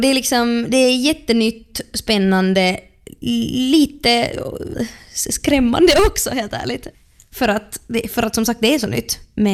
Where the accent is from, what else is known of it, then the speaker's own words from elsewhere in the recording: Helsinki, Uusimaa, Finland; now in Stockholm, Sweden; det är i min hemstad